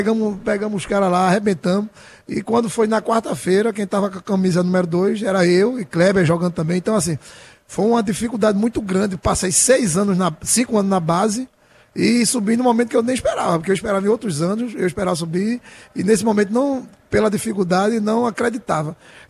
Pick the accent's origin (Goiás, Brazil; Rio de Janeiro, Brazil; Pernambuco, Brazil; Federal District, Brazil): Goiás, Brazil; Goiânia; Mas aqui eu sou de Goiânia. Um calor danado aqui.